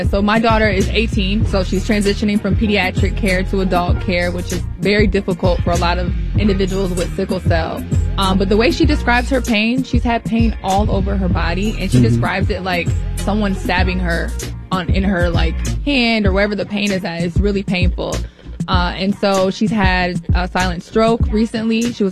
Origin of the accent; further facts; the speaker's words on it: Minneapolis, Minnesota, United States; from North Minneapolis.